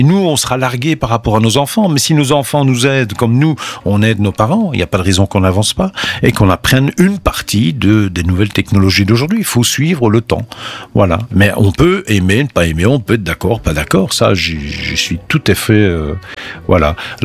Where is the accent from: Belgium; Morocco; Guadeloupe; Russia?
Belgium; chez nous en Belgique ou en Europe.